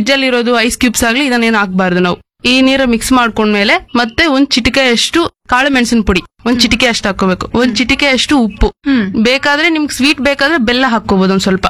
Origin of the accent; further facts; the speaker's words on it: Kolar Gold Fields, Karnataka, India; ನಾನು ಕೆಜಿಎಫ್ ಗ್ರಾಮಾಂತರ ಕಡೆಯಿಂದ ಬಂದಿದ್ದೀನಿ.